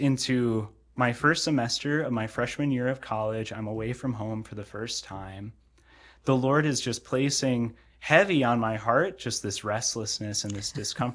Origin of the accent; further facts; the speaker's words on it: Webster, United States; also born or lived in Watertown; I was raised in kind of the Webster area, Wabe.